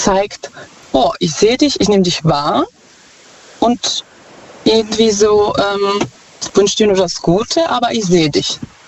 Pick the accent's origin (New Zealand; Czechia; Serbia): Czechia; German is a second language; Ich komme ursprünglich aus Tschechien.